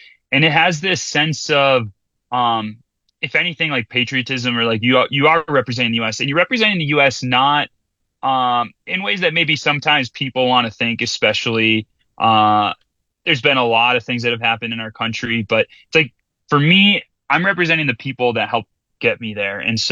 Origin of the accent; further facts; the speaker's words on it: Kimberly, Wisconsin, United States; I grew up in Kimberly, Wisconsin, graduated from Kimberly High School in 2010.